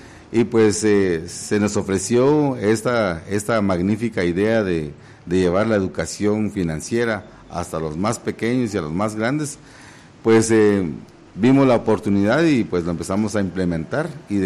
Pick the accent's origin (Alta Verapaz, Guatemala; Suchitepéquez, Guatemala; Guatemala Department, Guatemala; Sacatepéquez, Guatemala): Alta Verapaz, Guatemala; San Cristóbal Verapaz; Somos originarios de San Cristóbal